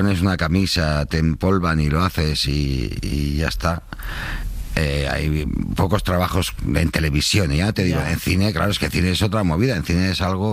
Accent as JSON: {"language": "Spanish", "town": "Barcelona", "region": "Catalonia", "country": "Spain", "tie": "born there", "also_born_or_lived": "Aragon", "said": "Piensa que yo no nací en Zaragoza, yo nací en Barcelona. Y siendo no nacido en Aragón, me hice muy aragonés desde que pisé esa tierra y me siento muy aragonés."}